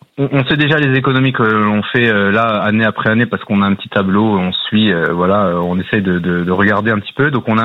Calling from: Bourgogne-Franche-Comté, France; je suis dans la région d'Auxerre.

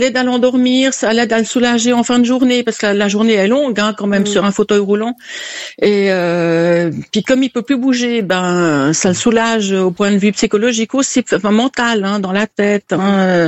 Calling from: Italy; Il est chez nous en Italie.

